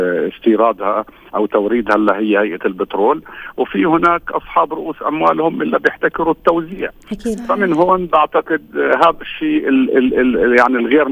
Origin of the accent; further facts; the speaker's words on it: Palestine; علينا إحنا كفلسطينيين